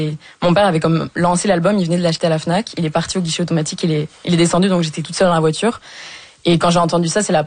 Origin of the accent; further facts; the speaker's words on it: Poitiers, Nouvelle-Aquitaine, France; Moi, j'ai grandi à Poitiers. Au collège, on écoutait énormément de rap dans la cour de récré.